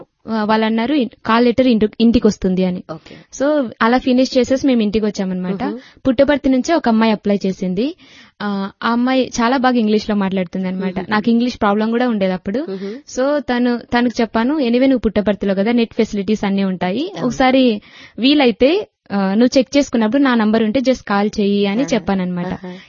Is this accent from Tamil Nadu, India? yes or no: no; Andhra Pradesh, India; born or raised there